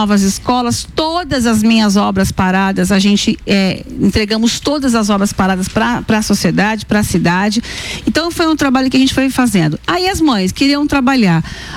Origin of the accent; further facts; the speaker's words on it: São Paulo, Brazil; Sou paulistana, mas são de Natal.